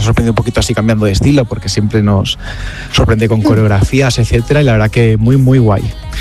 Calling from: Madrid, Community of Madrid, Spain; de Madrid.

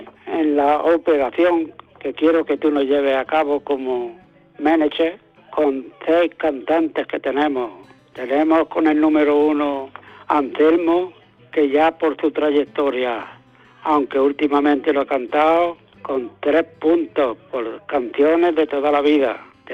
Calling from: Almuñécar, Andalusia, Spain; de Almuñécar, de la Peña El Aguacate.

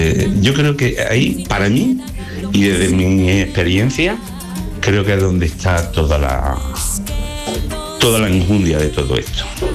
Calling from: Granada, Andalusia, Spain; de Granada.

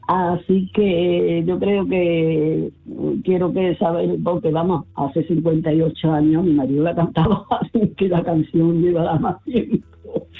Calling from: Córdoba, Andalusia, Spain; Buenas tardes, mira … de Córdoba.

